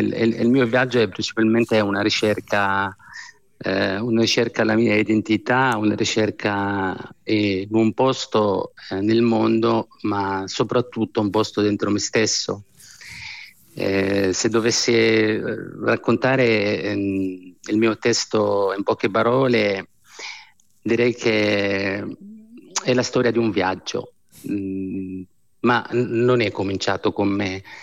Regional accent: Amman, Amman Governorate, Jordan; moved away; Io sono nata ad Amman, sono cresciuta in una famiglia numerosa, in una casa dove c'era affetto, tradizione, religione, ma anche tante domande.

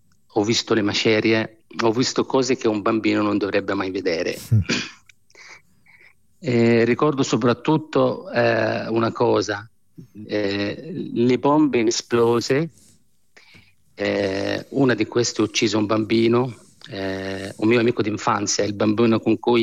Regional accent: Amman, Amman Governorate, Jordan; Io sono nata ad Amman, sono cresciuto in una famiglia numerosa, in una casa dove c'era affetto, tradizione, religione, ma anche tante domande.

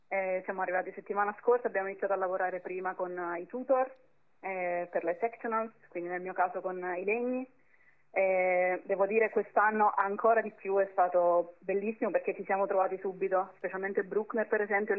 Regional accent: Salerno, Campania, Italy; moved away as an adult; also born or lived in Avellino; Io vengo da Salerno. Ho studiato a Salerno, in realtà, Avellino e Salerno. Poi per il master sono andata a Essen, in Germania.

